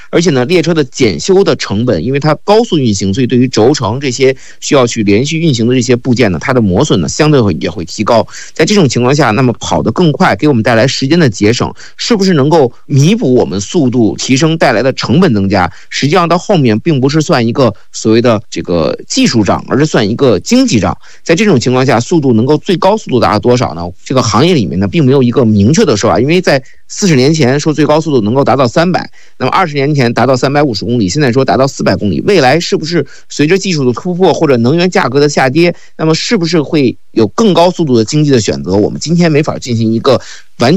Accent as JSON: {"language": "Chinese", "country": "China", "said": "我们作为中国人"}